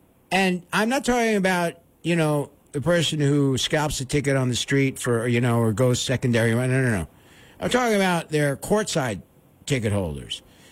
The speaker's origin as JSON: {"language": "English", "town": "New York City", "region": "New York", "country": "United States", "tie": "born or raised there", "said": "I grew up in Queens"}